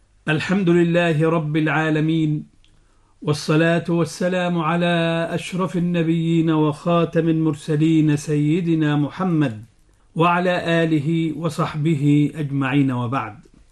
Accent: Egypt; وهو ما يعرف عندنا في مصر بالكمر

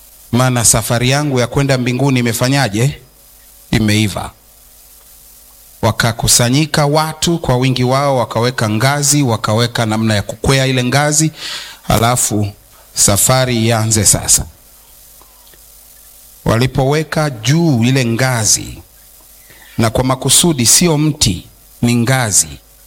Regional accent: Mara, Tanzania; born there; mimi ni mzaliwa wa Mara.

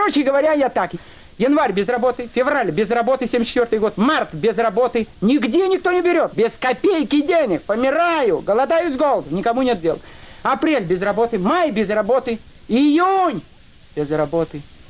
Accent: Russia; Но я-то русский, я не еврей.

